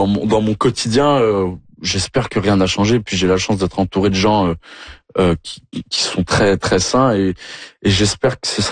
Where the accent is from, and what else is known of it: Occitanie, France